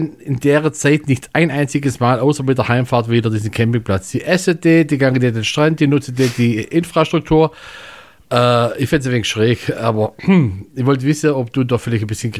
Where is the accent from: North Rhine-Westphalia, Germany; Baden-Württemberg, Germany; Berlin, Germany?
Baden-Württemberg, Germany; accent: Italian Swabian; Ah, aus meiner Heimat, gut.